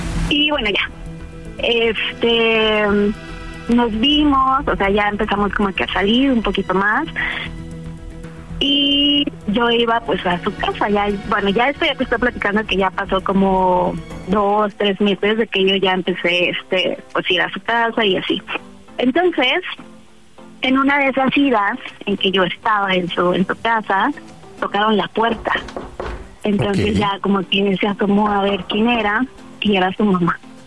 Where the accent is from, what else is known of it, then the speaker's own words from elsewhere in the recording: Mexico City, Mexico; Tengo 27 años, de la Ciudad de México.